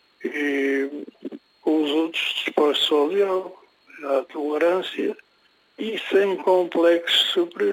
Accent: Lisbon, Portugal; born there

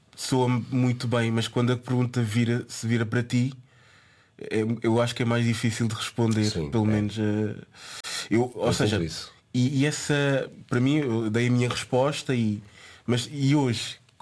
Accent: Bissau, Guinea-Bissau; born there; que é eu nasci em Bissau, não é? E eu, antes de gravarmos este vídeo, tinha passado 20 anos sem lá ir.

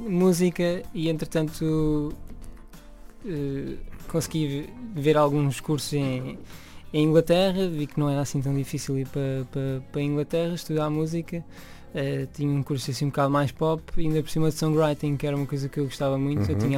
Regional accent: Portimão, Algarve, Portugal; moved away as an adult; also born or lived in Manchester; eu sou de Portimão.

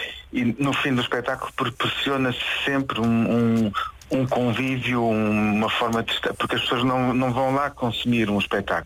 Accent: Covilhã, Centro, Portugal; moved away as an adult; also born or lived in Évora; now in Serpa, Portugal; eu sou ali perto de Ceia, exatamente. Perto de Ceia, sou da zona da Beira Baixa, sou da Covilhã.

